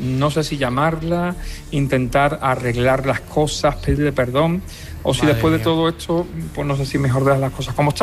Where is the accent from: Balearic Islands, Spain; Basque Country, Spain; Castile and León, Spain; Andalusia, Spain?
Andalusia, Spain; Lepe; yo soy de Lepe, de Huelva, así que imagínate la papeleta.